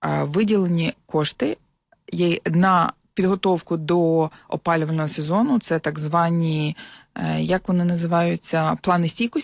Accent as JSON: {"language": "Ukrainian", "region": "Kyiv", "country": "Ukraine", "said": "ми з вами, як кияни"}